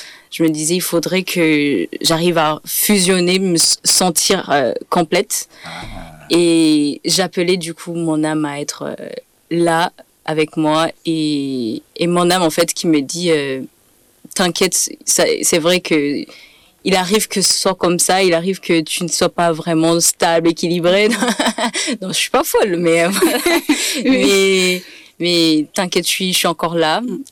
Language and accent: French; Burundi; first language Kirundi; French is a second language; déjà, c'est dans ma langue maternelle, le kirundi. Je suis burundaise, bien sûr.